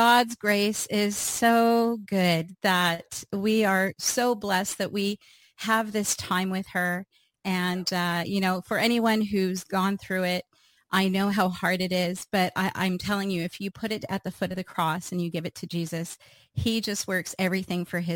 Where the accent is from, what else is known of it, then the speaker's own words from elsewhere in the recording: Canada; Well, I live in Canada, and I am a Canadian speaker, author, and pro-life advocate.